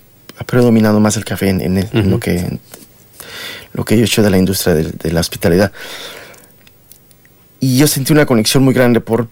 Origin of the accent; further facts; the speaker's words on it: Mexico; moved away as an adult; now in Australia; Mi país, claro, siempre lo he extrañado y cada que voy a México me vuelvo enamorada de México